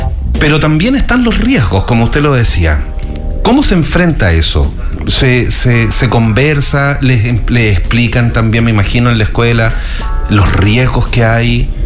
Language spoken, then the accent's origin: Spanish; Curicó Province, Maule, Chile; pero somos provincianos, pues somos de Molina, de Teno, de Curicó